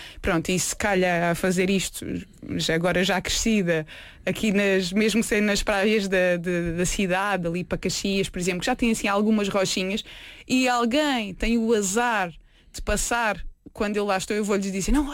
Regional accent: Vila Nova de Milfontes, Alentejo, Portugal; born or raised there

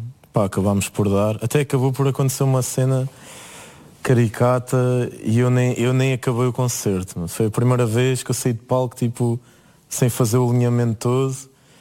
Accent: Ourém, Santarém, Portugal; Eu digo sempre primeiro que sou de Orém, mas depois tenho que dizer que é, opa, o pé de Fátima.

